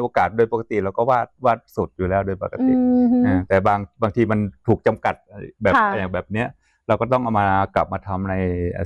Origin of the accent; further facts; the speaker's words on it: Chiang Rai, Thailand; เพราะความที่เมื่อก่อนเราอยู่บ้านอยู่เชียงรายเนี่ยชนบทของเราเป็นแบบนี้ไงแต่ตอนนี้มันที่เชียงรายมันหายไปหมด